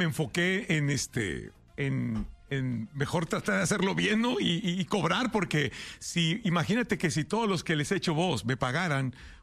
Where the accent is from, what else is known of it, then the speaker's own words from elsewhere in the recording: Mexico City, Mexico; Para los que somos de México, pues ese es como un referente, ¿no?